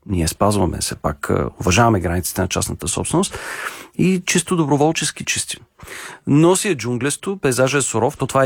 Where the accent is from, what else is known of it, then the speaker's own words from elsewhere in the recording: Stara Zagora, Stara Zagora Province, Bulgaria; born there; now in Sofia, Bulgaria; роден съм в Стара Загора и гледам да не губя връзката с града.